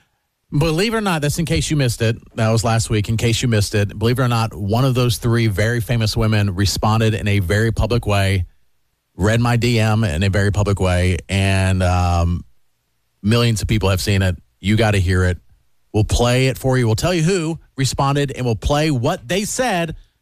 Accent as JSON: {"language": "English", "region": "the South", "country": "United States", "said": "I'm a safe guy. I'm from the South. You're from the South."}